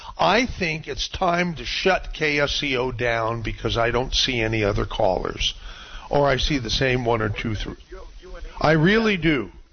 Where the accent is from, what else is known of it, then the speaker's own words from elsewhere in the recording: United States; born there; Well, I was born in America, Johnny.